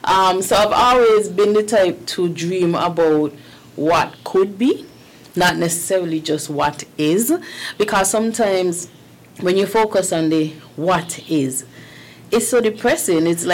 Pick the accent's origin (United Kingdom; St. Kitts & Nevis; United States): St. Kitts & Nevis; Sandy Point, Saint Anne Sandy Point; I'm originally from Sandy Point.